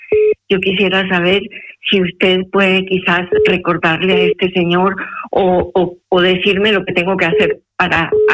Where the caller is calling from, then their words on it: Lisbon, Portugal; yo llamo desde Lisboa